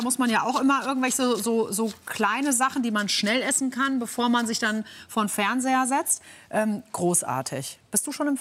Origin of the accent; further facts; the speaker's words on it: Hesse, Germany; Und ich als Hesse-Mädchen finde das auch wunderbar hier bei uns im Rheinland